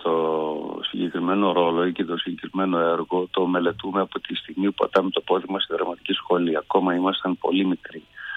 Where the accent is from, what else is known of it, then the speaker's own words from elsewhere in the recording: Thessaloniki, Central Macedonia, Greece; επειδή είμαι Θεσσαλονικιός, εγώ προσωπικά όταν παίζω στην πόλη μου, στον τόπο που γεννήθηκα